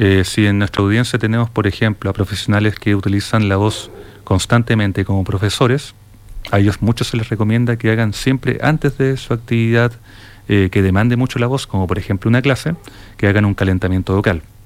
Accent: Chile; nosotros como chilenos tenemos un poquito comprometida, digamos, nuestra forma en cómo nos expresamos

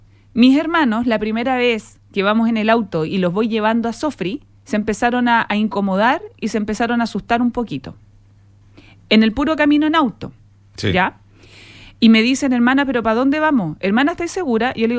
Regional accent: Chile; now in Iquique, Chile

